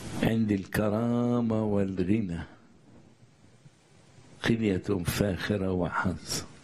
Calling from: Netherlands; أنا بنت الرب من هولندا، أنا مريضة ومتعبة جدا جدا يا أبونا

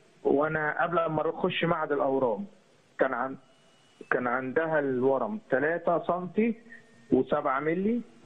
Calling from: Giza, Giza Governorate, Egypt; أنا من الجيزة أو صابونة الشرفة.

